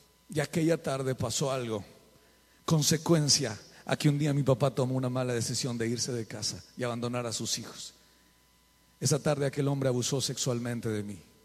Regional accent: Colombia; moved away; Aquí no hay nada, pero allá, bueno, yo vengo de Colombia y allá había muchos.

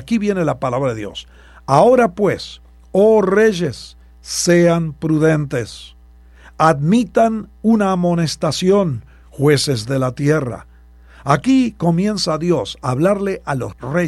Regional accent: Argentina; born there; nací en Argentina, pero he viajado en 75 más países

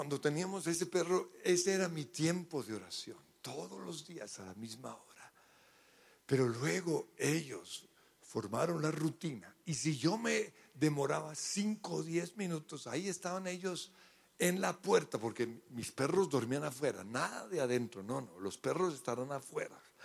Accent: Australia; accent: Colombian; also born or lived in Colombia; yo soy australiano, ¿no? Yo hablo como colombiano, pero soy australiano, de esos blancos horribles, sí, ese soy yo.

